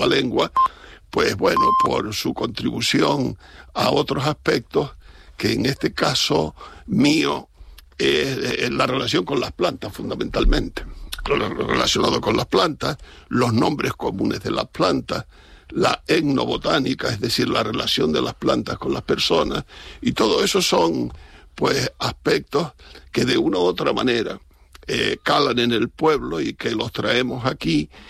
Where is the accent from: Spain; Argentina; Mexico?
Spain; Villa de Mazo, Canary Islands; Sí, yo soy de Mazo y además los palmeros somos muy chauvinistas. Encima los mazucos también lo somos, los macenses, como se suele llamar.